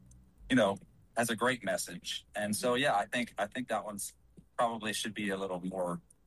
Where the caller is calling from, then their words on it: Louisiana, United States; I'm coming from Louisiana